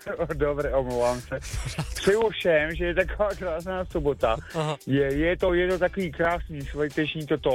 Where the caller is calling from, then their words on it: Jemnice, Vysočina Region, Czechia; pocházím tady z Jemnice